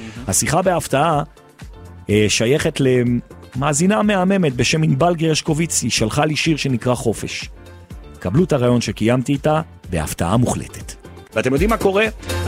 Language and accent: Hebrew; Jerusalem, Jerusalem District, Israel; כי אנחנו ירושלמים.